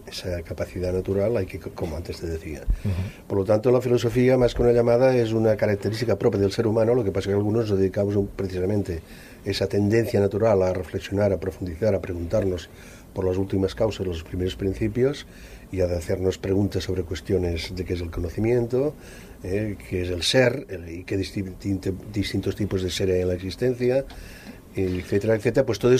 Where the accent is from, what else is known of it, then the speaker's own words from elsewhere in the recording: Aragon, Spain; Digamos que soy maño.